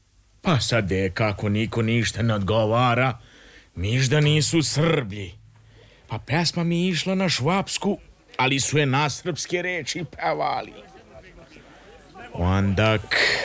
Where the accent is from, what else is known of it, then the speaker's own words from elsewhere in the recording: Iđoš, Vojvodina, Serbia; Ja sam iz Iđoša.